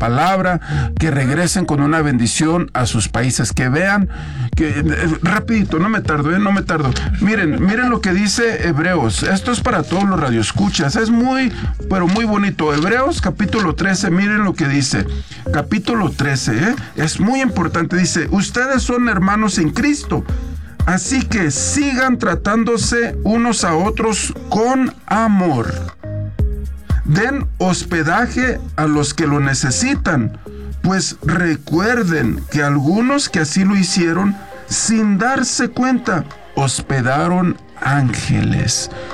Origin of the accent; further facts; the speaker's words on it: Guanajuato, Mexico; yo soy de Guanajuato